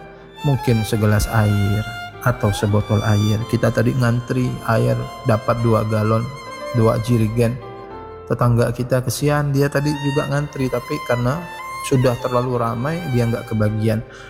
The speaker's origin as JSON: {"language": "Indonesian", "region": "West Kalimantan", "country": "Indonesia", "said": "kita sama-sama sebagai warga Kalimantan Barat, Kota Pontianak dan sekitarnya, ya, yang ada di Kalimantan Barat ini."}